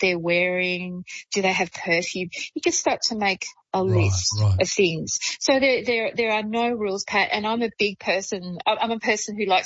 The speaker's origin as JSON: {"language": "English", "town": "Shepparton", "region": "Victoria", "country": "Australia", "tie": "born or raised there", "said": "I had a really great workshop recently in my hometown of Shepparton at the Shepparton Library."}